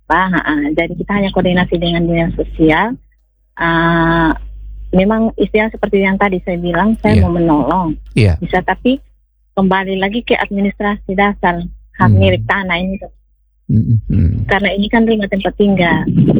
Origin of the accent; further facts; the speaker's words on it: East Nusa Tenggara, Indonesia; Namanya kita orang NTT, Pak, enggak ngomong.